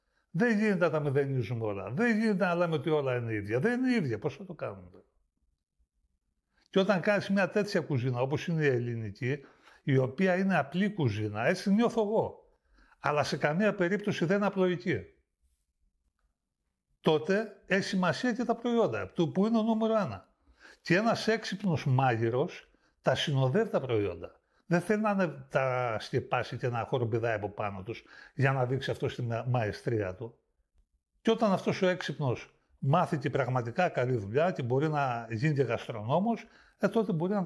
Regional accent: Greece

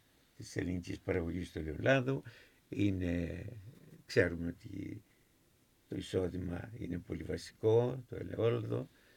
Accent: Crete, Greece; also born or lived in United States; now in Thessaloniki, Greece; Εκεί σπούδασα. Μετά την Αμερική ξαναγύρισα στη Θεσσαλονίκη. Αλλά η Κρήτη είναι μέσα μας.

